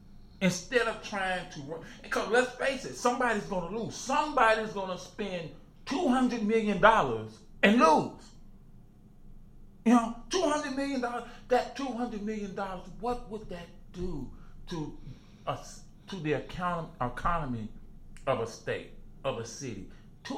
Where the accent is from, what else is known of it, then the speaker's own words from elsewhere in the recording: Chicago, Illinois, United States; this current president, he reminds me of growing up in Chicago, going on a street corner, and you got somebody selling everything out there, Trump.